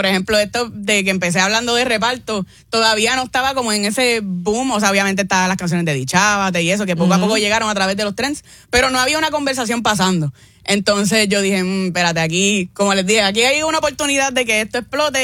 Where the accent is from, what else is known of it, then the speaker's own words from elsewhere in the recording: Puerto Rico; moved away as an adult; now in Miami, United States; Mira, no, yo me crié en Puerto Rico toda mi vida.